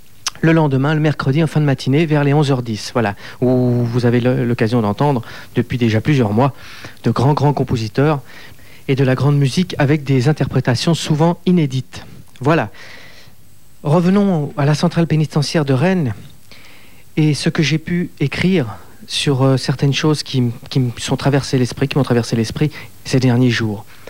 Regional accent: Switzerland; puisqu'il se trouve que je suis suisse

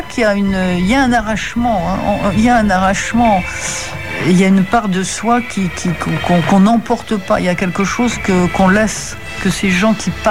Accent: France; born there; Je suis née en France, je suis complètement française, j'ai une part italienne

